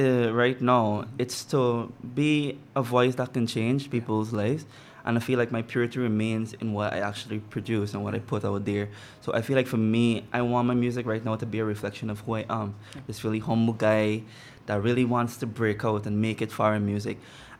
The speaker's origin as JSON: {"language": "English", "town": "Agricola", "region": "Demerara-Mahaica", "country": "Guyana", "tie": "born there", "also_born_or_lived": "Diamond, Guyana", "said": "Yeah, I grew up in Agricola. Uh-huh. Yeah, very small, and then like around 10, I moved to Hurstellin"}